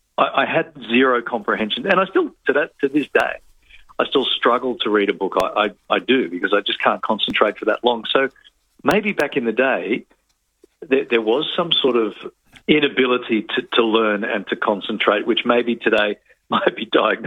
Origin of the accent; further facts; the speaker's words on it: Sydney, New South Wales, Australia; also born or lived in Melbourne; I was born in Melbourne. And then when Dad's post had finished down there a few months later, we all sort of, I think, got on the train and came back to Sydney.